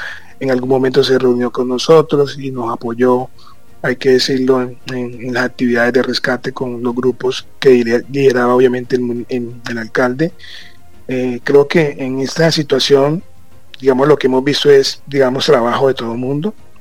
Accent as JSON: {"language": "Spanish", "town": "Buenaventura", "region": "Valle del Cauca", "country": "Colombia", "said": "Yo soy de Buenaventura"}